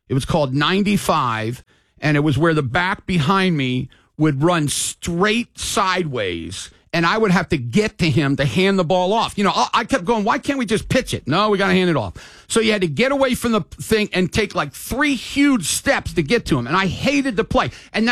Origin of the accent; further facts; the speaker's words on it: Maryland, United States; moved away; I come from Maryland.